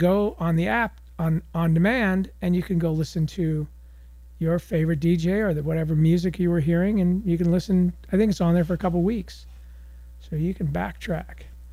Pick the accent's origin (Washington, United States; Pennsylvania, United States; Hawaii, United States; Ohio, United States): Hawaii, United States; Wailuku; here in downtown Wailuku, the Hamlet, my hometown. Here, right up the hill.